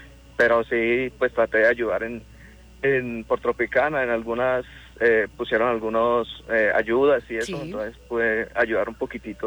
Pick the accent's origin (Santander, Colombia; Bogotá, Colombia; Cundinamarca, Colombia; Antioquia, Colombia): Santander, Colombia; Bucaramanga; Entonces, imagínate, mis papás están en Colombia, en Bucaramanga, exactamente, yo soy de Bucaramanga.